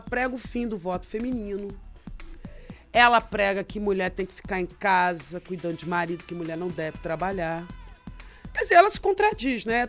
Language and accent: Portuguese; Baixada Santista, São Paulo, Brazil; Eu conheço aquela região, que eu sou da Baixada Santista.